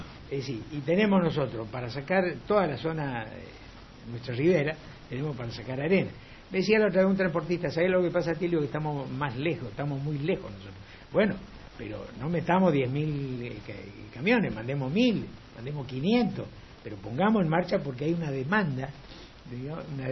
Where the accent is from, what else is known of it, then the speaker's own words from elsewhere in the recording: Quitilipi, Chaco, Argentina; yo soy de Quitilipi, además, yo vivía enfrente de la fábrica.